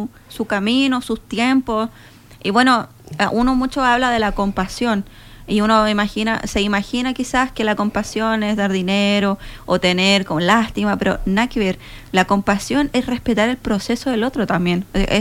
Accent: Chile; No le puedo decir que soy chilena porque es mi nacionalidad

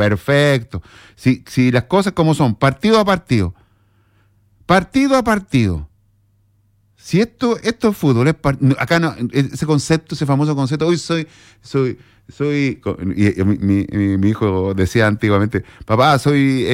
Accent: Iquique, Tarapacá, Chile; now in Santiago, Chile; un orgullo, pero allá en Iquique, aquí en Santiago, es difícil. Siempre me preguntan de qué equipo soy yo, siempre iquiqueño de corazón.

